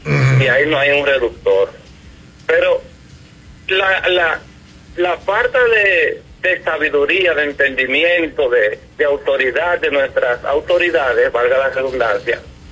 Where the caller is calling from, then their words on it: San Pedro de Macorís, Dominican Republic; yo soy de Barrio México.